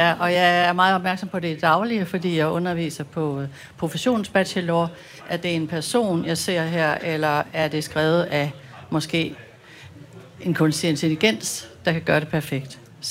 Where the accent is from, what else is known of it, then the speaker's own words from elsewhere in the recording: Aarhus, Central Denmark Region, Denmark; Og jeg kommer fra Aarhus.